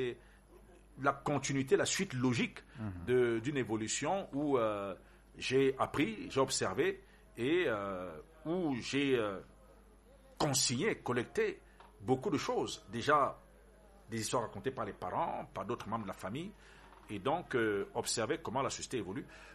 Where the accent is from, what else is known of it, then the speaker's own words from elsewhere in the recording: Paris, Île-de-France, France; born there; Vous savez, je vous ai dit tantôt que je suis né à Paris, en France.